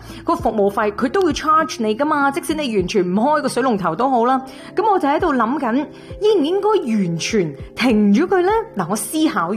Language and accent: Cantonese; Canada; 这个呢都是我很喜欢加拿大的其中一个原因，这个是我深深作为一个加拿大人的骄傲来的